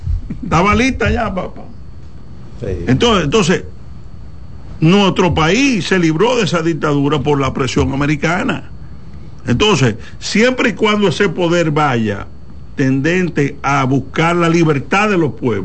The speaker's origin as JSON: {"language": "Spanish", "country": "Dominican Republic", "said": "el mismo derecho que tenemos los dominicanos de expresarnos"}